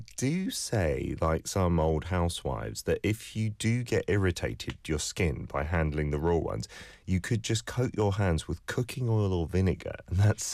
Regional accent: Philippines; For me, as a Filipino, I think of boba tea when I think of taro.

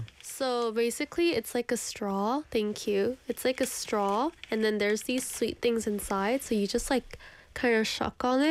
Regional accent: Canada; I'm Canadian.

